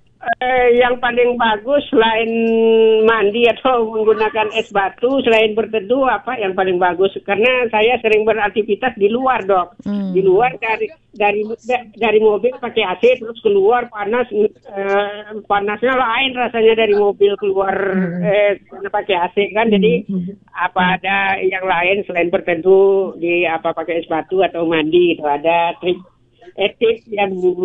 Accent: Pekanbaru, Riau, Indonesia; Kebetulan kami Kota Pekanbaru ini kan terkenal, kalau bahasa kami orang Melayu, Pekanbaru itu panas berdengkang.

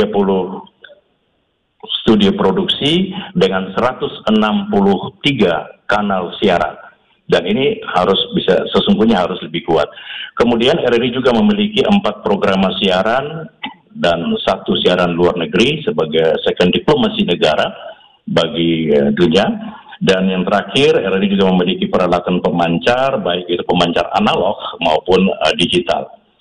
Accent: Kaimana, West Papua, Indonesia; saya lahir dan besar di Papua

